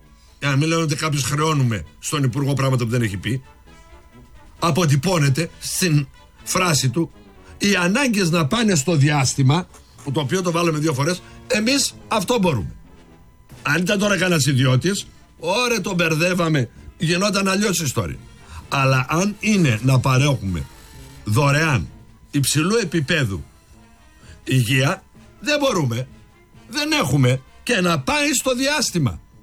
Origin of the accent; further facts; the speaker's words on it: Thessaloniki, Central Macedonia, Greece; που λένε στο χωριό μου στη Θεσσαλονίκη.